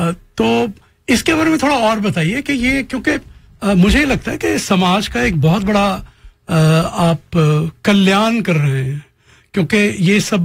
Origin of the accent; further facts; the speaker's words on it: Amritsar, Punjab, India; now in Calgary, Canada; क्योंकि मैं कश्मीर से आता हूँ, मैं Kashmiri for that way, but born and brought up in Amritsar, तो मेरे में अमृतसर का वो जोश है